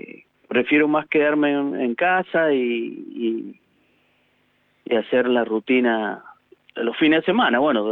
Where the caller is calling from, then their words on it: San Martín, Mendoza, Argentina; de San Martín, Mendoza.